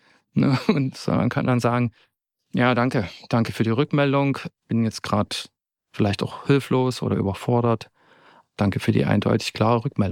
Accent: Zittau, Saxony, Germany; now in Dresden, Germany; dass natürlich die psychische Unterstützung da, wo ich herkomme, ganz anders ist als in Dresden. Ich habe in Dresden viel schneller Therapie gefunden als noch in Zittau

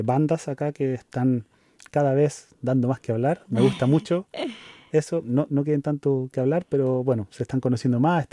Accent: Chile; moved away as an adult; now in Tübingen, Germany; Yo vengo de Chile y también llegué a este lugar hace cerca de 9 años atrás.

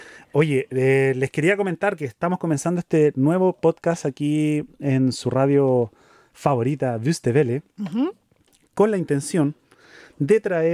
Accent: Chile; moved away as an adult; now in Tübingen, Germany; Yo vengo de Chile. Y también llegué a este lugar hace cerca de 9 años atrás.

